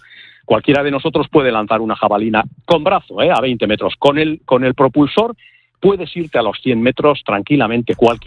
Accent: Barrika, Basque Country, Spain

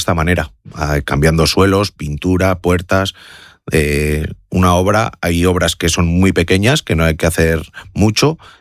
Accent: Vitoria-Gasteiz, Basque Country, Spain; born there; yo nací en Vitoria, soy de Vitoria.

